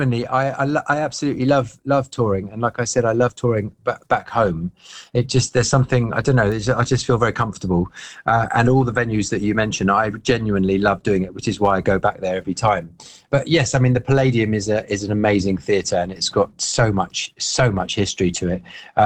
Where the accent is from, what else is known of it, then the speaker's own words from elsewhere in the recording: United Kingdom; as a Brit, I do talk pretty quickly, and I think we talk really fast generally as a nation.